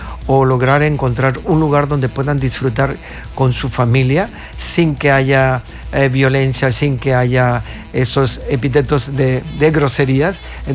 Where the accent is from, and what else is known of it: Mexico